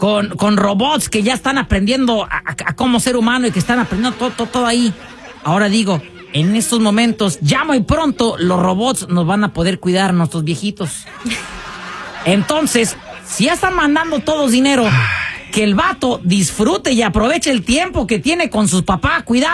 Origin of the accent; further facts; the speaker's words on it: Mexico; Nosotros como mexicanos siempre queremos toda la familia.